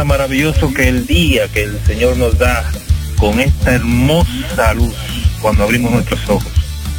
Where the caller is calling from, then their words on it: Miami, Florida, United States; Estamos aquí en Miami Bay por este condado en Miami Bay en el Northwest.